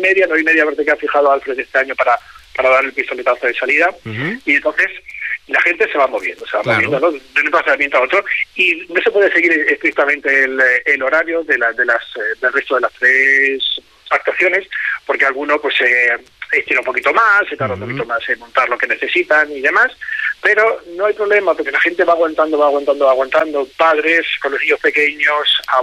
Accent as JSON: {"language": "Spanish", "region": "Extremadura", "country": "Spain", "said": "Sabéis que nosotros somos aquí de Camprayo, el norte de los Ibores."}